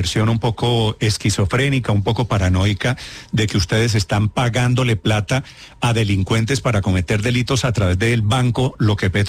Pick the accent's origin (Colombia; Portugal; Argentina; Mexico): Colombia; Bogotá; como cachacos tanto admiramos además y tanto queremos.